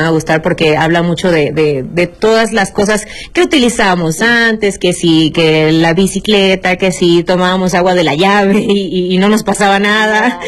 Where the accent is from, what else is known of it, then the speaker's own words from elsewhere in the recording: Venezuela; Yo soy venezolana, pero crecí escuchando y viendo televisión mexicana.